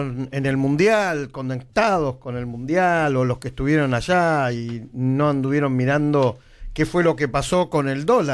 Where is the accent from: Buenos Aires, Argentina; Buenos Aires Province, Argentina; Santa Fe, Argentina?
Santa Fe, Argentina; Rosario; somos rosarinos, no sí. Somos santafesinos.